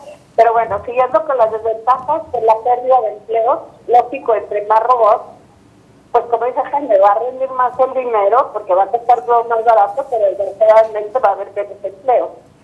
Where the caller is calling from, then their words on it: Ciudad Juárez, Chihuahua, Mexico; Estoy en Juárez, ya no he salido.